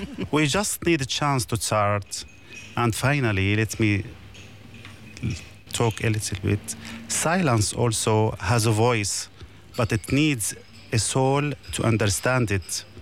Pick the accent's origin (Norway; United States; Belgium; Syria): Syria; English is a second language; moved away as an adult; now in Netherlands; I come from Syria. I come here before 1.5 years.